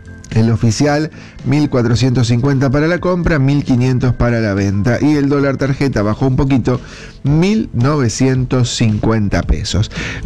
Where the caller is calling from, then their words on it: Miramar de Ansenuza, Córdoba, Argentina; los felicito a todos acá en mi pueblo de Ancenusa, Miramar.